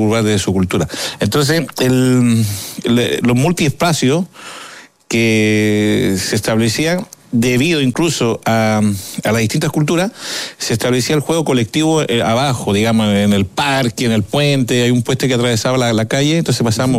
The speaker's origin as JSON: {"language": "Spanish", "town": "Lautaro", "region": "Araucanía", "country": "Chile", "tie": "born there", "said": "Entonces, de pronto partía, no sé, en Temuco, porque yo nací en Lautaro. Y de Lautaro íbamos a Temuco"}